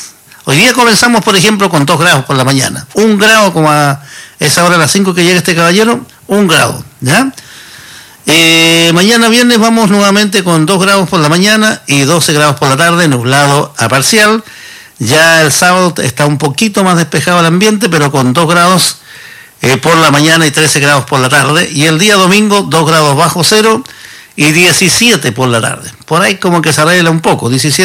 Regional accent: Chile; estamos como buenos chilenos

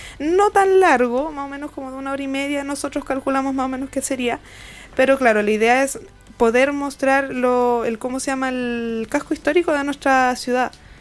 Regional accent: Calama, Antofagasta, Chile; now in La Serena, Chile; No, yo soy de Calama.

